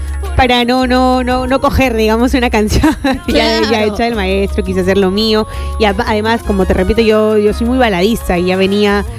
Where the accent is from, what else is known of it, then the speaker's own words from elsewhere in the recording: Callao, Peru; pues soy chalaca.